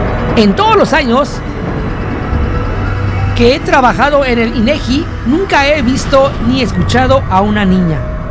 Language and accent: Spanish; Aguascalientes, Mexico; Perdón, soy de Aguascalientes, Aguascalientes, al igual que Guadalajara, Zacatecas y Guanajuato.